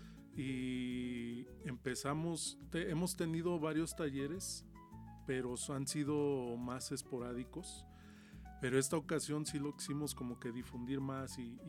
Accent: Mexico City, Mexico; moved away as an adult; now in Zacatecas, Mexico; yo soy de la Ciudad de México y empecé desde muy niño

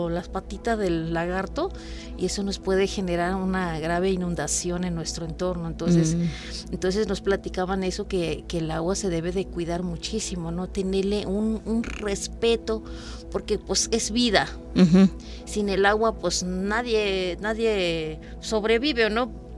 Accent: Tantoyuca, Veracruz, Mexico; moved away; yo soy de Palmital, pertenece a Tantuyuca. Palmital ya está colinda con casi como 20 minutos al estado de Hidalgo. Entonces estamos muy pegados al estado de Hidalgo, pero pues es un lugar muy muy bonito

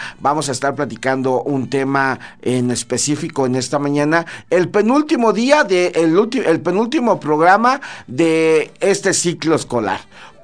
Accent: Mexico; como mexicano, pues te emociona

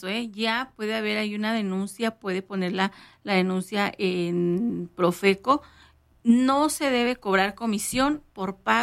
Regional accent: Mexico; como buen mexicano, pues todos andamos a última hora haciendo ese trámite

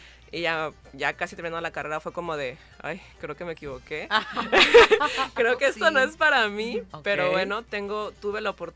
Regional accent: Acapulco, Guerrero, Mexico; Soy de aquí de Acapulco, muy orgullosamente acapulqueña.

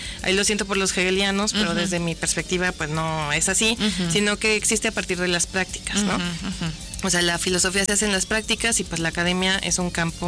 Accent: Aguascalientes, Mexico; porque no es lo mismo hablar desde Aguascalientes, que es una periferia de una periferia.

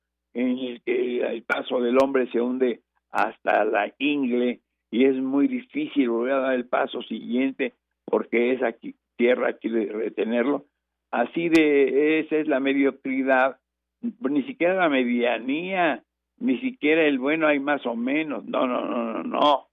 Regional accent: Mexico

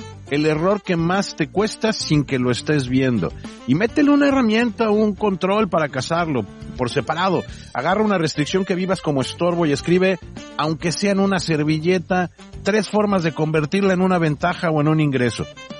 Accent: Mexico; lo digo como mexicano

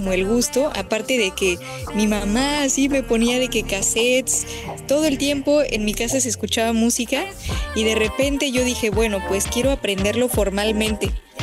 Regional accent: Mexico City, Mexico; now in Houston, United States; Yo soy de la Ciudad de México

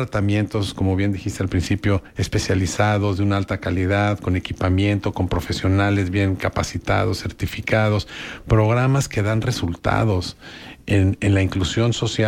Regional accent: Mexico; como sociedad mexicana, como mexicano

